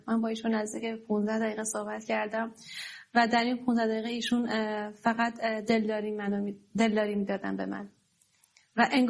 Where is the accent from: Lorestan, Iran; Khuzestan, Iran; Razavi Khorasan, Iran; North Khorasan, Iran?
North Khorasan, Iran; Esfarayen; روی تخت بیمارستان شهرستان اسفراین، شهر خودمون